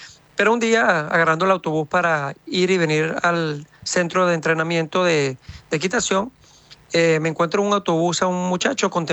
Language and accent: Spanish; Venezuela; moved away; mi carrera comenzó en mi tierra natal, Venezuela, cuando yo era muy joven. Yo tenía aproximadamente 13 años de edad